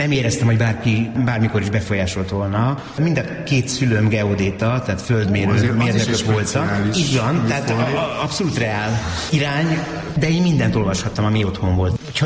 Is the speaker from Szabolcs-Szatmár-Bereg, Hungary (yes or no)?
no; Budapest, Hungary; Igen, Budafokon nőttem fel.